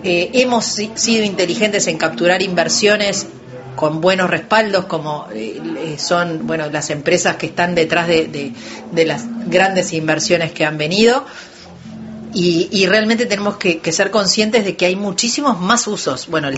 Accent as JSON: {"language": "Spanish", "country": "Uruguay", "said": "como uruguayos tenemos que abrazar y que tenemos que conservar"}